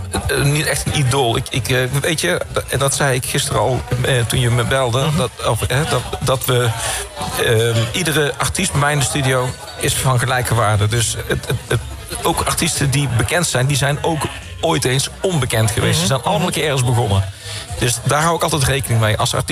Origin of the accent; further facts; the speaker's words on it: North Brabant, Netherlands; accent: soft G; Ja, ik ben echt een Brabander. Als ik bij mij gewoon 's morgens de studio inloop, het is gewoon echt Brabant. Het is gewoon gezellig. En ik praat toch gewoon met een zachte G.